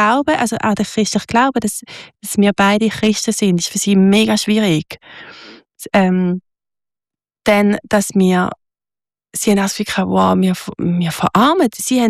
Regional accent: Switzerland

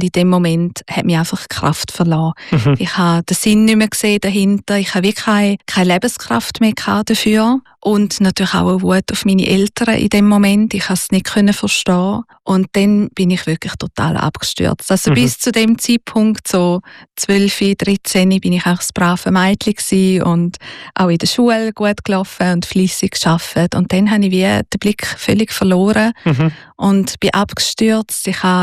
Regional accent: Graubünden, Switzerland; Also aufgewachsen bin ich wirklich als Bauernmeidli in den Bündner Bergen.

